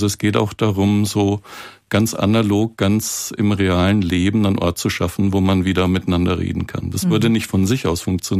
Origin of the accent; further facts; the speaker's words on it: Southern Germany, Germany; now in Bonn, Germany; Ich würde ein klassisches Jein antworten als Süddeutscher.